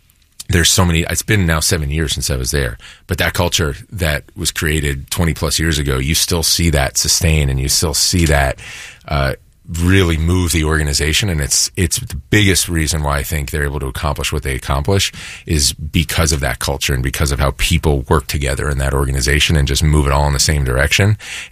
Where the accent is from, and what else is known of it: Philadelphia, Pennsylvania, United States; born or raised there